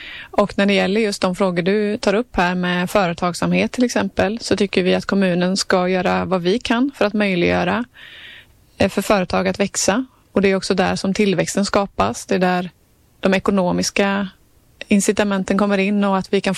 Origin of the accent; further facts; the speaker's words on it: Bengtsfors, Västra Götaland County, Sweden; now in Gothenburg, Sweden; Nej, jag har en stuga i norra Dalsland som jag är ifrån då. Jag kommer ifrån Bengtsfors kommun, så att jag brukar hänga där en del i stugan och sen också lite i Göteborg.